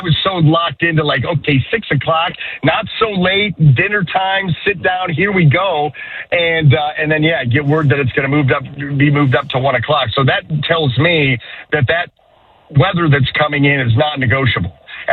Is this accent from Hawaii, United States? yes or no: no; Ohio, United States; because I was from Northeast Ohio